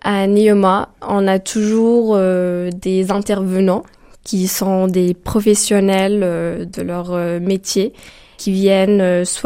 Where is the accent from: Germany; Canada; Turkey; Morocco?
Morocco; Marrakech, Marrakesh-Safi; moved away as an adult; now in Reims, France; Alors moi, je viens de Marrakech. C'est une ville très connue, très touristique.